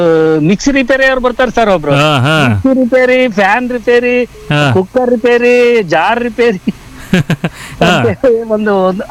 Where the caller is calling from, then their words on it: Holalkere, Karnataka, India; Holalkere taluk Channapatna.